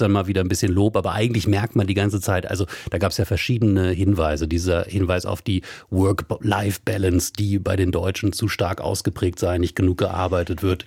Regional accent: Wolfsburg, Lower Saxony, Germany; Ich meine, ne, Full Disclosure hier, wir sind beide aus Wolfsburg.

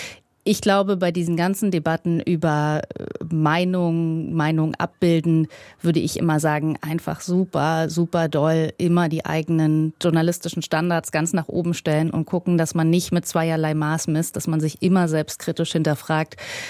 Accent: East Germany, Germany; born there

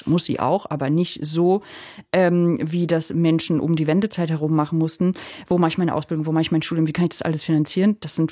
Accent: East Germany, Germany; ich bin auch aus dem Osten

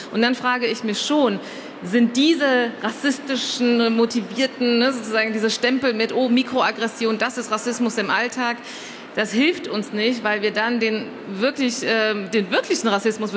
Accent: Frankfurt, Hesse, Germany; ich bin eigentlich aus Frankfurt

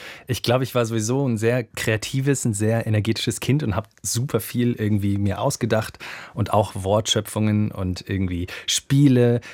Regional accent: Alsfeld, Hesse, Germany; born or raised there; also born or lived in Berlin

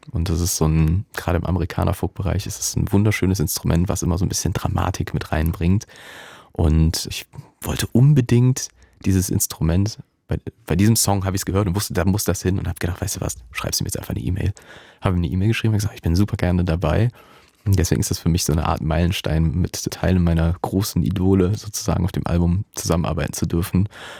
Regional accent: Düren, North Rhine-Westphalia, Germany; Ich bin sehr, sehr verwurzelt in Düren, beziehungsweise in meinem Heimatdorf.

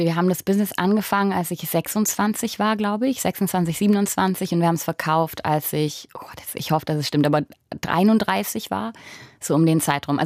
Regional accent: Erbach, Baden-Württemberg, Germany; moved away as an adult; also born or lived in Peru / New York; now in Asia; Ich bin damals aufgewachsen in Delmsing sogar. Das ist noch ein Vorort vor Erbach, also ein ganz kleines Dorf.

